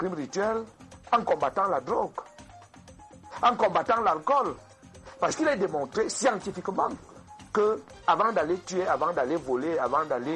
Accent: Cameroon; moi je suis inquiet en tant que Camerounais

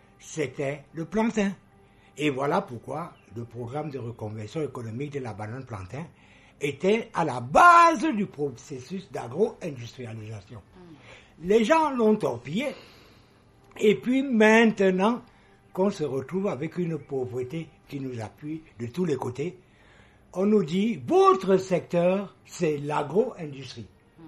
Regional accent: West, Cameroon; Chez nous au Cameroun, chez nous à l'ouest du Cameroun

